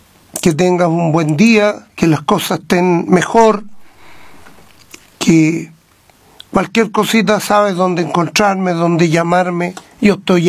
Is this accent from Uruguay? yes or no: no; Colbún, Maule, Chile; yo soy chileno, ciudadano, colbunense